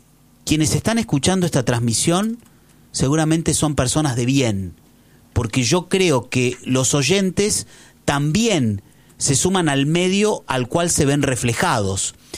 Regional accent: Argentina; Seamos más responsables nosotros como argentinos

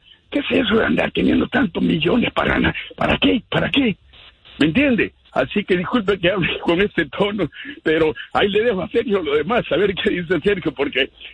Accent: El Salvador; Porque, por ejemplo, en mi país, El Salvador, eso de que, ay, ustedes los, y disculpen que use este sarcasmo

